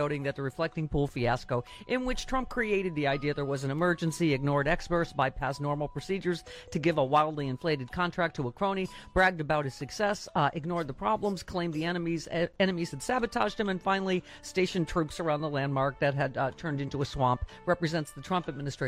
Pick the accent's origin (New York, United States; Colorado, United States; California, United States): New York, United States; Lockport; Growing up in Lockport, New York, as I recall... Arby's was delicious